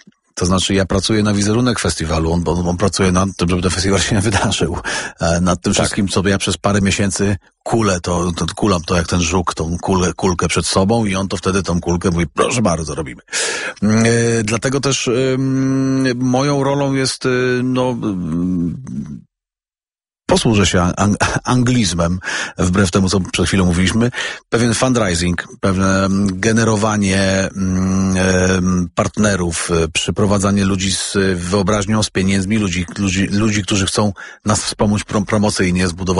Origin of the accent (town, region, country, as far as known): West Pomeranian Voivodeship, Poland; born or raised there